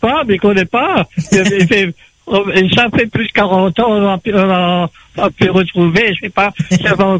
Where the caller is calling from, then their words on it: Sainte-Suzanne, Réunion; Ben, moi, j'habite Sainte-Suzanne même.